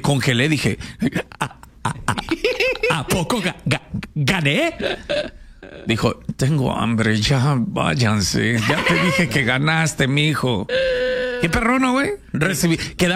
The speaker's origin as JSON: {"language": "Spanish", "country": "Mexico"}